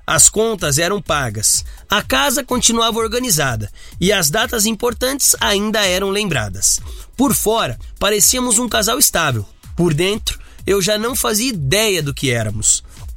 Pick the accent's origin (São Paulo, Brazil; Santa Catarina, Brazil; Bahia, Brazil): Bahia, Brazil; born there; Nasci na Bahia.